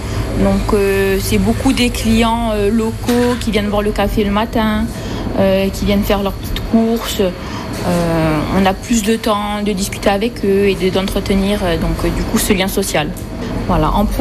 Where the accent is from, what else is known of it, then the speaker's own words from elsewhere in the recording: Pietracorbara, Corsica, France; À la base, je suis de Pitra-Corbar. Je travaille sur Bastia dans un hôtel-restaurant. Ça fait 2 ans que je suis sur Cahanary.